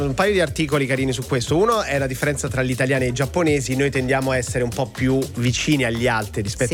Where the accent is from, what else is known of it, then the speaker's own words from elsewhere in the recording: Rome, Lazio, Italy; Cioè io tendo anch'io da romano ad abbracciare tutti.